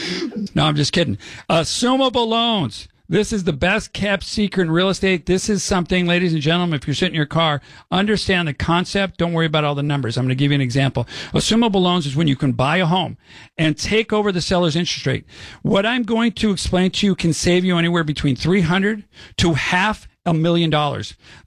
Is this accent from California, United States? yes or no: yes; San Fernando Valley, California, United States; I was brought up in the Valley.